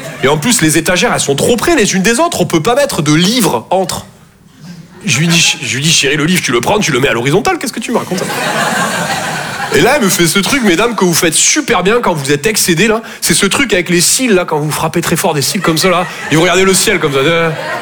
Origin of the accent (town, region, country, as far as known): Toulouse, Occitanie, France